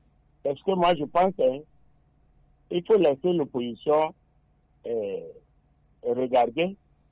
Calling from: Togo; J'appelle de Dadamavo.

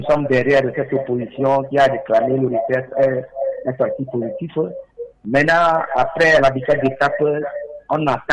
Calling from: Maritime, Togo; Oui, j'appelle de Diagblé.

